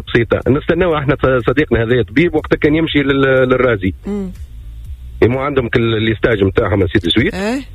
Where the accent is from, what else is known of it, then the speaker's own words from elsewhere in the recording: Hammamet, Nabeul Governorate, Tunisia; moved away as an adult; أنا أصيل مدينة الحمامات